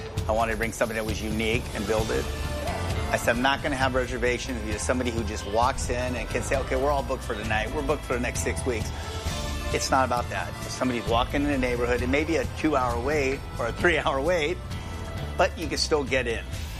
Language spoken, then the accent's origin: English; Fremont, California, United States; I grew up in Fremont, California, and we lived on a farm.